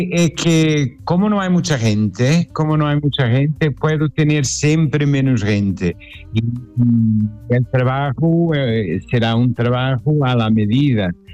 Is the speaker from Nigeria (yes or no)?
no; Portugal; Spanish is a second language; moved away as an adult; also born or lived in Almuñécar, Spain / Motril, Spain; now in Spain; Sí, soy portugués, señor.